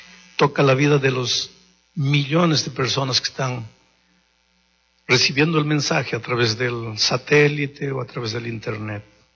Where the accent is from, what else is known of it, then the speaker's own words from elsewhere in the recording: Peru; Mis amigos, aquí en el Perú, es muy, muy bueno para mí como peruano dirigir esta semana desde la tierra que me vio nacer.